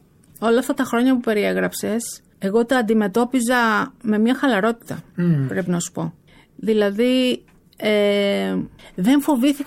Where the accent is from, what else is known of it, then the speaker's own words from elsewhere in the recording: Athens, Attica, Greece; also born or lived in Piraeus; Εγώ μεγάλωσα στην Αθήνα βέβαια.